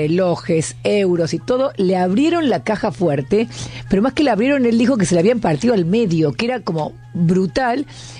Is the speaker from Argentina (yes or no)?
yes; Argentina; Bueno, así que parece que en Italia, chicos, ahora el punto somos los argentinos.